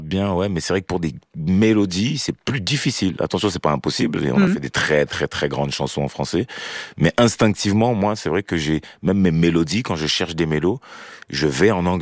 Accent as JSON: {"language": "French", "country": "Cameroon", "said": "C'était important pour moi de retourner au Cameroun parce que c'est de là d'où je viens, et même si j'ai jamais vraiment connecté avec cet endroit, je pense qu'il y a un espèce de lien psychique avec mon pays, mes terres et ma terre-mère."}